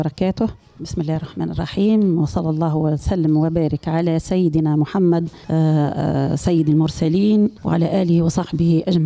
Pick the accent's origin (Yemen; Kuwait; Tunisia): Tunisia; Zaghouan Governorate; now in Zaghouan, Tunisia; أولا أنا بنت المنطقة. نعم. هي مسقط رأسي وحبي الأبدي هي المقرن.